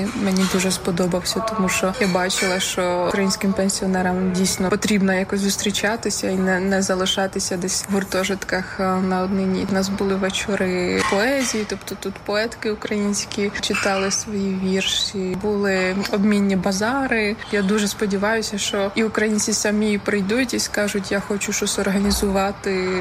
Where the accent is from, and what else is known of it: Czechia; Ukrainian is a second language